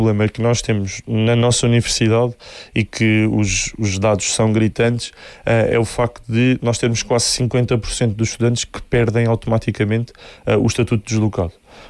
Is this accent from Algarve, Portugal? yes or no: yes; Algarve, Portugal; Isto para nós que somos algarvios e conhecemos bem o nosso território, sabemos que é irreal e que não pode acontecer.